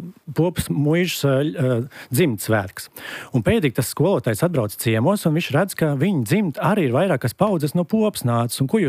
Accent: Ventspils, Courland, Latvia; accent: Tamian dialect; man augot Ventspilī skolā ejot

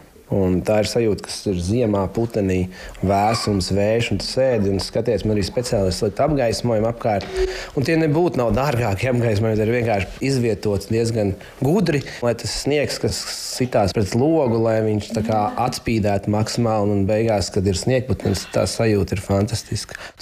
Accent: Ragana, Sigulda Municipality, Latvia; es esmu tepatās gan no Raganas, un arī šeit, kur mēs šobrīd dzīvojam, es esmu diezgan liela daļa bērnības, arī vasaras dienas pavadījuši tieši šeit, pie šī ezera

